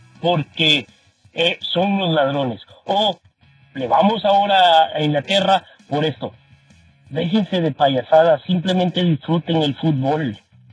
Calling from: Texas, United States; De acá, de Texas.

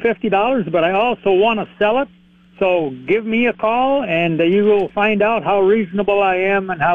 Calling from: Marion, South Dakota, United States; at Marion.

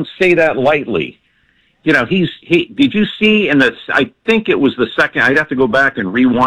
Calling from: New York, United States; I'm calling from New York

